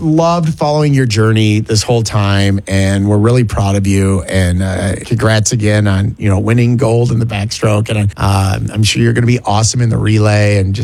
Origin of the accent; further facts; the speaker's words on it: Minnesota, United States; moved away; because I'm from Minnesota. Like, you know, like this is, you're kind of living in my turf up there, staying in my dorm room at the University of Minnesota. That's where I'm from.